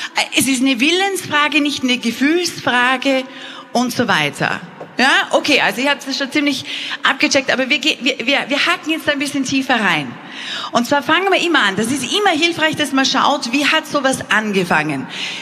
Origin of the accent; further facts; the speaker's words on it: Austria; Ja, ja, ja, wir sind Österreicher, natürlich haben wir Englisch gelernt.